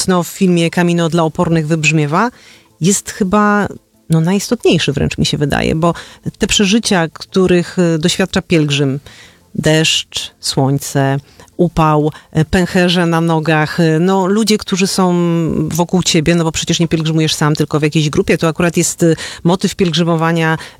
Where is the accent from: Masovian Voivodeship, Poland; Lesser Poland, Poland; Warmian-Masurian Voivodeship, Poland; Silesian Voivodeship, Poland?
Silesian Voivodeship, Poland; Częstochowa; Ja tak o te Częstochowe pytam nie bez kozery, bo jestem sama częstochowianką, co też powoduje, że z jednej strony, no ja jest na górę, jest jak mój drugi dom, tak?